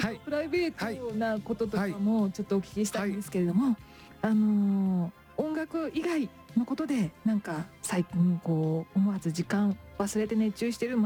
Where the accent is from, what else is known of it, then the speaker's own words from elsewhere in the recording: Kagawa, Japan; moved away; 地元の香川県にいた頃に